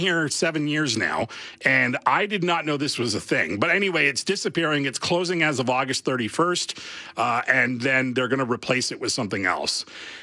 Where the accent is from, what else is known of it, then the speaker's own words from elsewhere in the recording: Montreal, Quebec, Canada; also born or lived in Toronto / Niagara; now in Calgary, Canada; I was born in Montreal, but I lived there for 14 years, and then I moved to Toronto, and then I moved back to Montreal for 9 years, and then I moved to Niagara, and then I moved to Calgary.